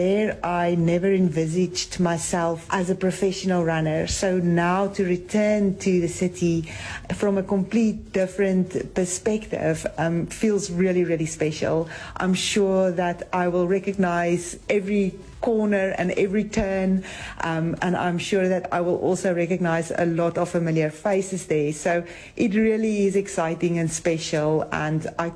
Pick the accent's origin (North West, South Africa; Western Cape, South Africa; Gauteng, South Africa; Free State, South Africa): Free State, South Africa; Mangaung; as a Free State girl myself who spent my entire young years growing up in the Free State who called Mangaung home for many years studying there